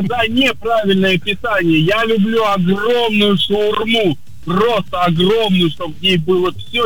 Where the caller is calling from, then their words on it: Saratov, Saratov Oblast, Russia; я из Саратова.